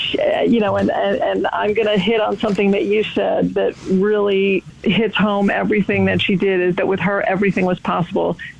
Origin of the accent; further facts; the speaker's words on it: Brooklyn, New York, United States; I was raised in Brooklyn